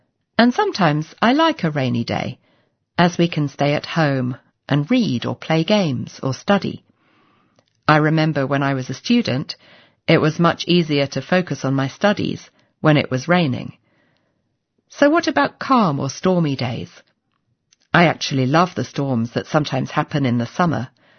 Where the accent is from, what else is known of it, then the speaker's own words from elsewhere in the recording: United Kingdom; I come from Britain, where we have a lot of weather.